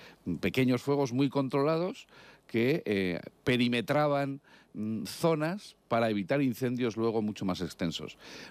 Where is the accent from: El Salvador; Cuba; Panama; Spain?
Spain; Huesca, Aragon; en mi tierra, en Huesca